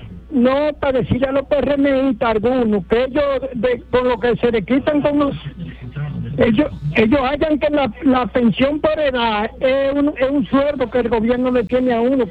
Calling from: Juan Santiago, Elías Piña, Dominican Republic; de la provincia de Apeña, municipio Juan Santiago, provincia de Apeña.

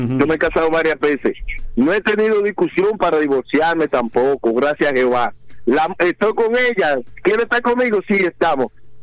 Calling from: Santiago de los Caballeros, Santiago, Dominican Republic; yo soy de Santiago

